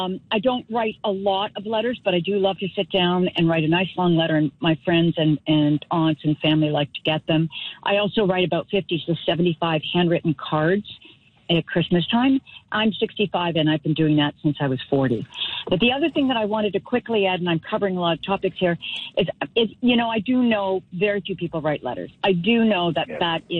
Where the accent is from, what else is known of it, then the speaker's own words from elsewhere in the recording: Lunenburg, Nova Scotia, Canada; I was brought up in Lunenburg, but then I lived outside